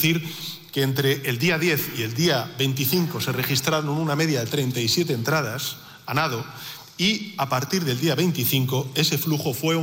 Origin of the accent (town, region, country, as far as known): Spain